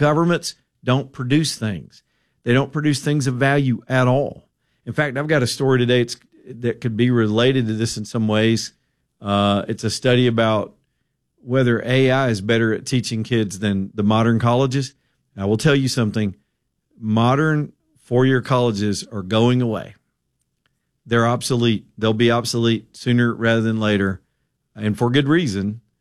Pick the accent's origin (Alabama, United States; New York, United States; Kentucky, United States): Alabama, United States; I grew up right on the Georgia line, so you can't tell a whole lot of difference between Georgia and Alabama when you ride back and forth.